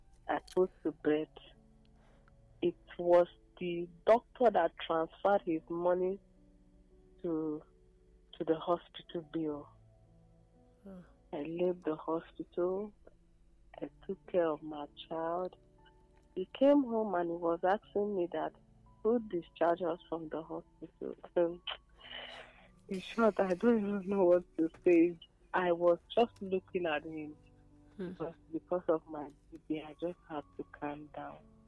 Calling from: Obudu, Cross River, Nigeria; I'm calling from Obudu.

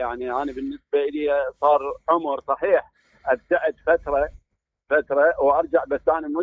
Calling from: Karbala, Karbala Governorate, Iraq; عندنا بكربلاء

